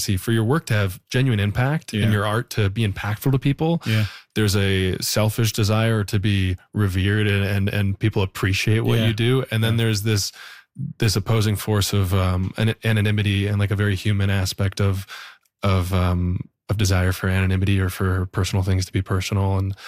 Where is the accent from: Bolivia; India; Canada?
Canada; now in New York, United States; I think as a Canadian, I think a lot of my identity as a Canadian was contrasted to who we aren't compared to the United States